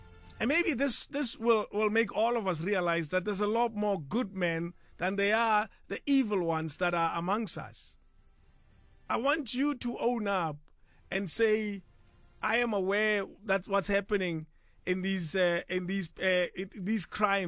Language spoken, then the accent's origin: English; South Africa; as men, as South African men